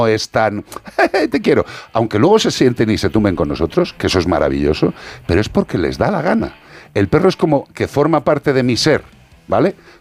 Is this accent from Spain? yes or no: yes; Madrid, Community of Madrid, Spain; born there; nacido, yo nací en Madrid.